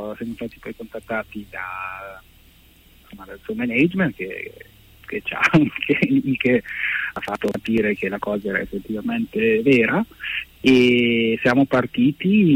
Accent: Milan, Lombardy, Italy; born there; L'Italia, sono nato a Milano.

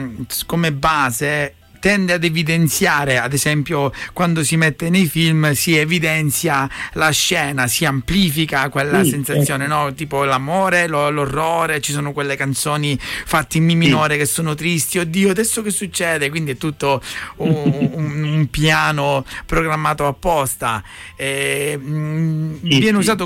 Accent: Calabria, Italy; Io sono calabrese

